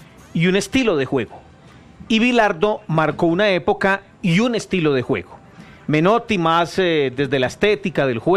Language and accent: Spanish; Argentina; Ah, yo soy el más argentino de la mesa.